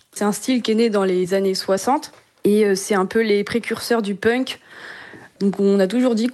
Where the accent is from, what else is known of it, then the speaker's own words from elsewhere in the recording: Noirmoutier, Pays de la Loire, France; on a tous 24 ans. On vient de Vendée, de la côte, vers Saint-Gilles-Croix-de-Vie, Noirmoutier.